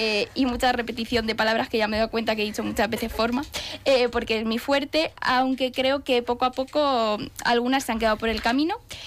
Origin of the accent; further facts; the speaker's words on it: Pétrola, Castilla-La Mancha, Spain; también a todos mis vecinos de mi pueblo de Pétrola, que alguna noche me han dicho, te escuchan en la radio, eres tú.